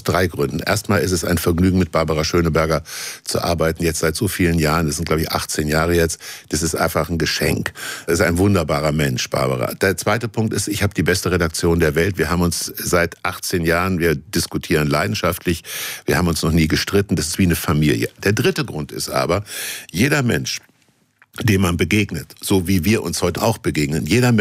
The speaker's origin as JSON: {"language": "German", "town": "Kassel", "region": "Hesse", "country": "Germany", "tie": "born or raised there", "said": "das habe ich schon als Kind in Kassel gemacht"}